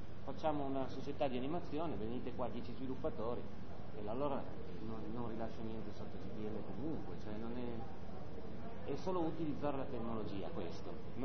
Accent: Turin, Piedmont, Italy; se siete di Torino io sono di Torino

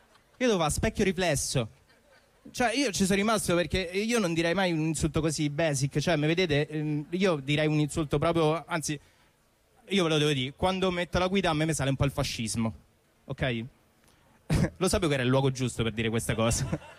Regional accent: Rome, Lazio, Italy; alla fine io sono nato in Prati. Era il luogo giusto per dire pure questa cosa, vero? No, io sono di Prati.

